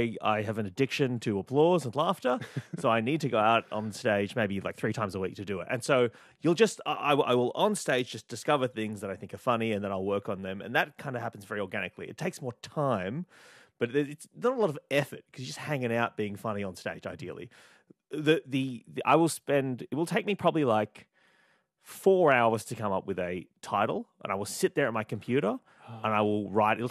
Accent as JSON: {"language": "English", "country": "Australia", "tie": "born or raised there", "said": "I was an Asian person growing up in Australia in the 90s, very aware of Pauline Hanson coming out here"}